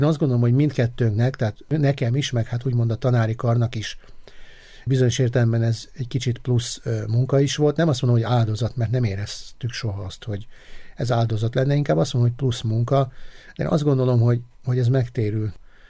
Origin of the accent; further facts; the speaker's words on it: Kaposvár, Somogy, Hungary; born there; Aztán, amikor az általános iskolát befejeztem, akkor gimnáziumba kerültem, már otthon Kaposváron.